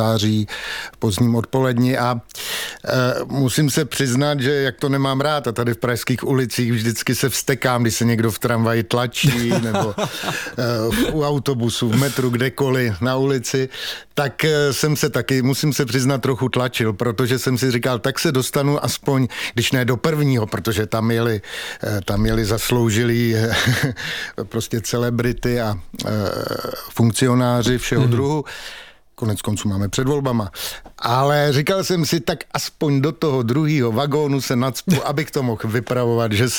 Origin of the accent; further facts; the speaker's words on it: Prague, Czechia; Já když jsem byl kluk a vyrůstal jsem v Praze na Starém Městě